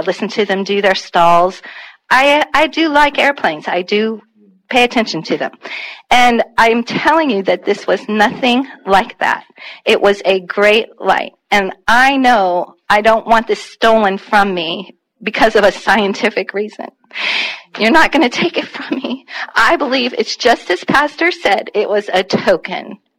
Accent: Moffett Field, California, United States; I grew up in Moffett Field, around Moffett Field.

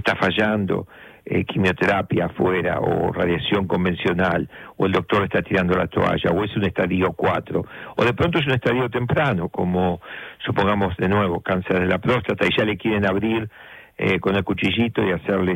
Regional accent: La Plata, Buenos Aires Province, Argentina; born there; moved away; También los de la ciudad de La Plata, ¿por qué no? Donde yo nací, en Argentina.

